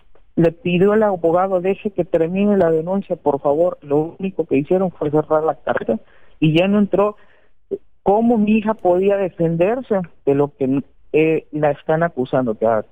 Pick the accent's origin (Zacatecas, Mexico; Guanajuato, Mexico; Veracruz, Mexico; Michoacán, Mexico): Veracruz, Mexico; Poza Rica; nosotros somos de Poza Rica, Veracruz, fue esta institución.